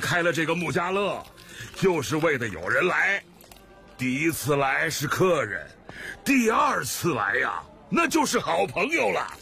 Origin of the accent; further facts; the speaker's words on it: Ejin Banner, Inner Mongolia, China; 神舟从我的家乡起飞，又在我的家乡落地